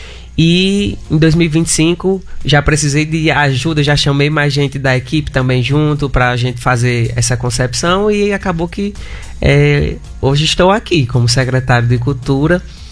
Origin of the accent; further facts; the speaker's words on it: Mossoró, Rio Grande do Norte, Brazil; Eu sou moçoroense, nascido e criado, minha trajetória foi toda aqui.